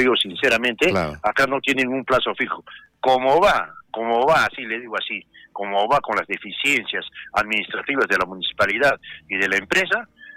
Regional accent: Arequipa, Peru; nos afecta a nosotros como arequipeños.

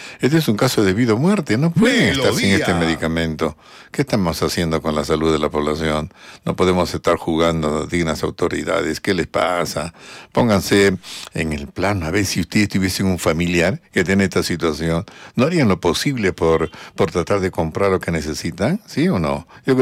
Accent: Moquegua, Peru; Claro, somos de Moquegua.

